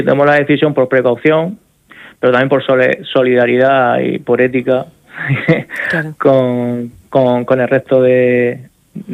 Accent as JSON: {"language": "Spanish", "region": "Region of Murcia", "country": "Spain", "said": "Nosotros somos murcianos."}